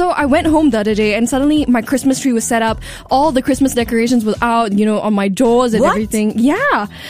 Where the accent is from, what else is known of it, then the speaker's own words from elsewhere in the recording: Philippines; I'm Filipino